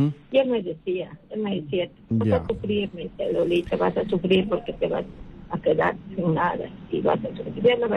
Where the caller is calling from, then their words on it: Piura, Peru; De Piura, doctor.